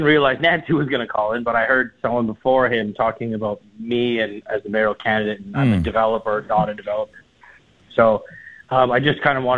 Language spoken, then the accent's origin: English; Port Alberni, British Columbia, Canada; born there; Like I was born in Port Alberni.